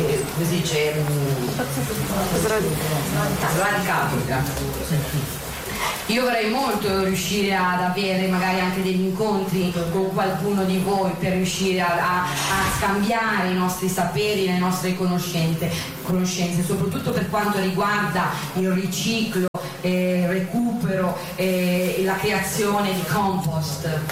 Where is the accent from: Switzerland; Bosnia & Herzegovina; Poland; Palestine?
Palestine; Io vengo da una terra che ha sofferto tanto, ma non vengo dalla Palestina per raccontarvi la nostra sofferenza. Io vengo dalla Palestina a raccontarvi la nostra speranza.